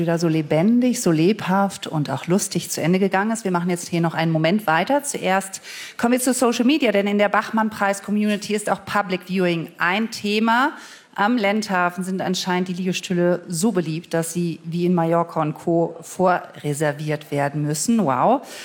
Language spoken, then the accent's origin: German; Düsseldorf, North Rhine-Westphalia, Germany; Ich komme aus Düsseldorf